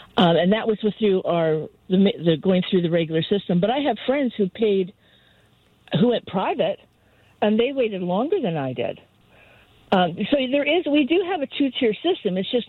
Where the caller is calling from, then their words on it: Vancouver, British Columbia, Canada